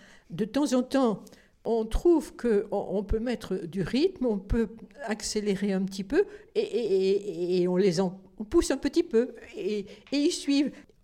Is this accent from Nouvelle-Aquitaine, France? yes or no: yes; Nouvelle-Aquitaine, France; chez nous, dans la Basse Marche